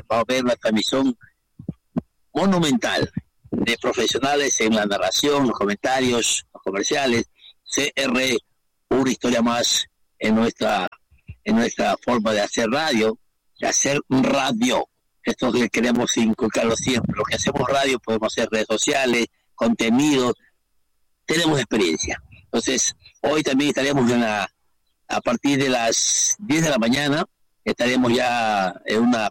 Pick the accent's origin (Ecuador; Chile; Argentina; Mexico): Ecuador; born there; me siento muy orgulloso de ser ecuatoriano de nacimiento